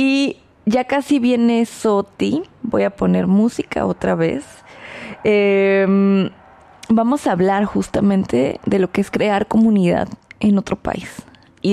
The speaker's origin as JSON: {"language": "Spanish", "region": "Mexico City", "country": "Mexico", "moved": "as an adult", "lives_now": "Stuttgart, Germany", "said": "regresar a la Ciudad de México después de 13 años de estar aquí en Alemania"}